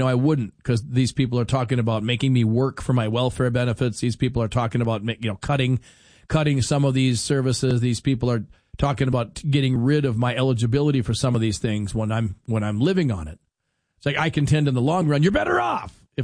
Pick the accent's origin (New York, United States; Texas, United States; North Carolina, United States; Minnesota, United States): Minnesota, United States; If you want to see nighttime, deep, dark night as a Minnesotan, get a dog